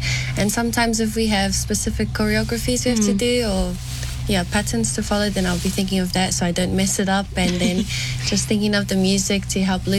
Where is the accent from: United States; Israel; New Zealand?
New Zealand; born there; I'm 18 years old and I was born in New Zealand, but we come from the villages, the islands of Aitutaki and Rarotonga.